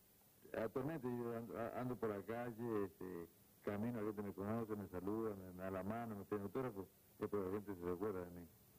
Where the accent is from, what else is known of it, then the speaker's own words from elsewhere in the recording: Argentina; somos los dos de Argentina que más combates tenemos.